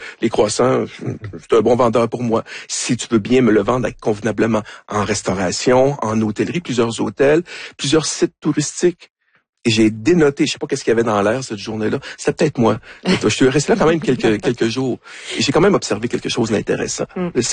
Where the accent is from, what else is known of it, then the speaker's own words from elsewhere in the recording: Quebec, Canada; accent: French; Quel accent? On perçoit un accent français. On est des Canadiens. Ah, blablabla, Québécois, etc.